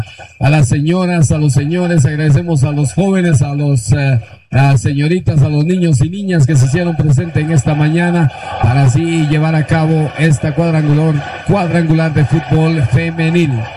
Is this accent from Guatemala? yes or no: yes; Guatemala